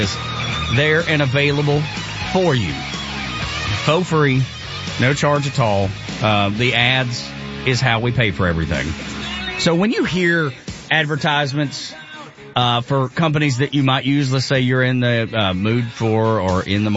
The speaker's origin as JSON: {"language": "English", "town": "Dalton", "region": "Georgia", "country": "United States", "said": "because he was from Cleveland, Tennessee, and I'm from Dalton."}